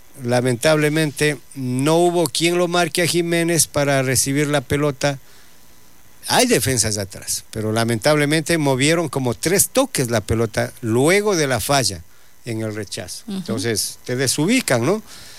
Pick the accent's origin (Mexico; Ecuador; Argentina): Ecuador; Somos ecuatorianos y somos orgullosos de ser ecuatorianos.